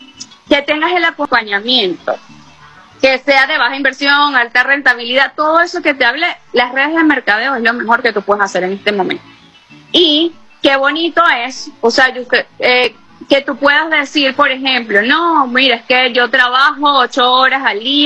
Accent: Venezuela; así somos las venezolanas

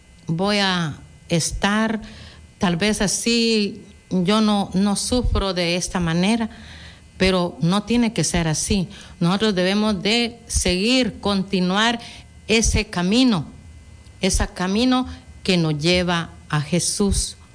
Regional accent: Guatemala; todos como guatemaltecos debemos de también honrar a nuestra amada patria Guatemala.

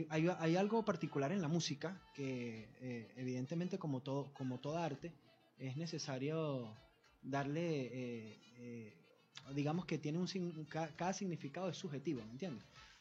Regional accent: Portuguesa, Venezuela; mi pueblo, de Acarihuaraure

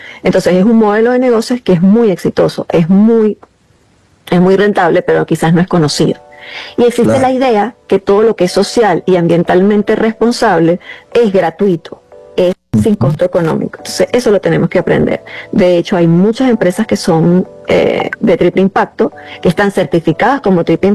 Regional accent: Venezuela; mujeres que no están dentro de Venezuela, pero somos venezolanas.

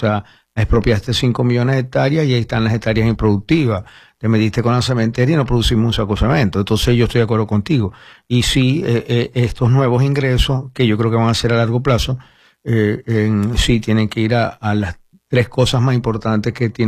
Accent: Venezuela

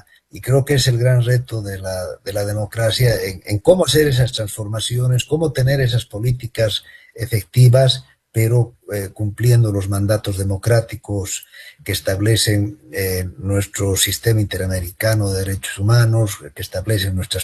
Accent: Bolivia; a mi país, Bolivia. Yo vengo de Bolivia

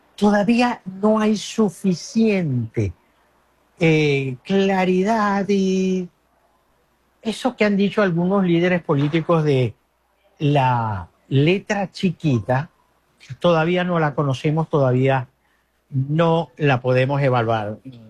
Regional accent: Venezuela; como periodista y como venezolano

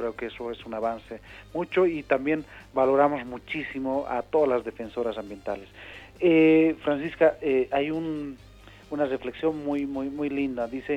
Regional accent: Corque, Oruro, Bolivia; mi comunidad. Yo soy de Corque también

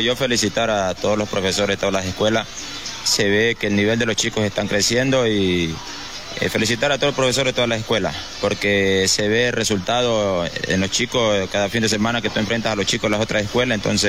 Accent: Esmeraldas, Ecuador; moved away as an adult; now in Lago Agrio, Ecuador; Ellos visitan a mi tierra en Esmeralda

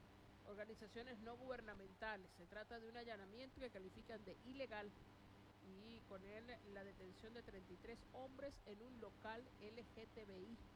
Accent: Zulia, Venezuela; para los que somos del Zulia, ¿no? Y digamos, siempre el equipo de la casa

